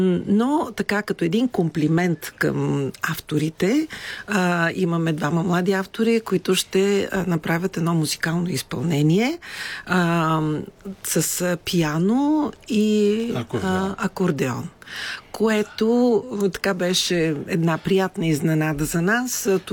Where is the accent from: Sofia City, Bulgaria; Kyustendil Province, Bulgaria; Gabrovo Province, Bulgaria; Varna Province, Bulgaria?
Sofia City, Bulgaria; Sofia; Ние като софиянци